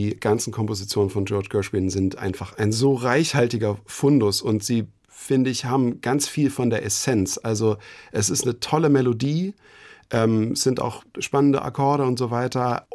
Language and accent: German; Dresden, Saxony, Germany; Und dann hat eben … in meiner Heimatstadt Dresden damals bei Jazz in der Semperoper gespielt